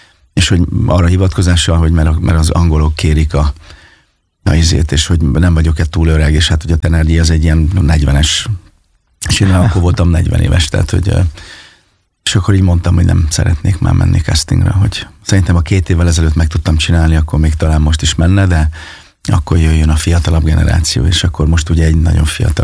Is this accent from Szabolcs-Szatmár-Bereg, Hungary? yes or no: yes; Fényeslitke, Szabolcs-Szatmár-Bereg, Hungary; also born or lived in Kisvárda; Hát ugye én Fényeslétként nőttem föl, és Kisvárdán születtem, és hát ott a megyében, ahova hívtak